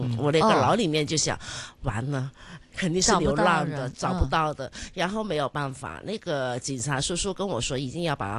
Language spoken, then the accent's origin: Chinese; Hong Kong; 但是大部分现在我们香港人很喜欢去的地方，很多都是免隔离了。